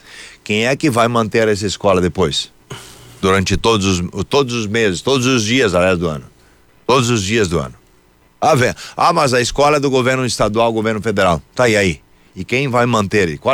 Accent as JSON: {"language": "Portuguese", "area": "upper Taquari Valley", "region": "Rio Grande do Sul", "country": "Brazil"}